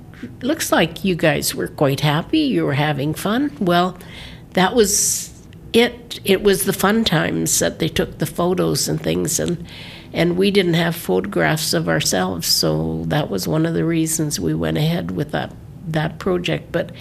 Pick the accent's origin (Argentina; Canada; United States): Canada; Whitehorse, Yukon; Well, I was born and raised here in Whitehorse.